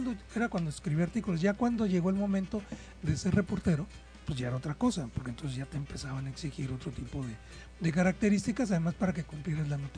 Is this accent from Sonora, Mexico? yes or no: no; Acapulco, Guerrero, Mexico; born or raised there